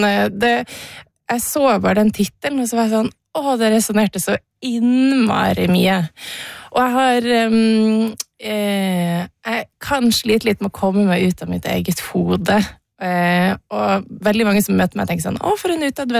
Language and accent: Norwegian; Northern Norway, Norway; jeg kommer fra Nord-Norge, og vi har hytta på Senja. Så troll I Senja har jo jeg vokst opp med.